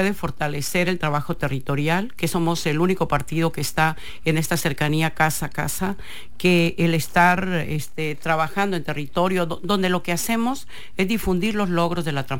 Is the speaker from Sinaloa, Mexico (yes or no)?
yes; Sinaloa, Mexico; y apostando a Sinaloa, porque yo lo he dicho. Aquí nací, aquí he crecido y hay un gran amor por mi tierra.